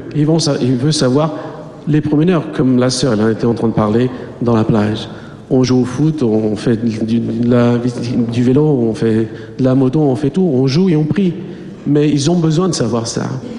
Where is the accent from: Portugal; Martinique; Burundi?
Portugal; Vila Real District; je suis du Portugal, de la diocèse de Villarreal.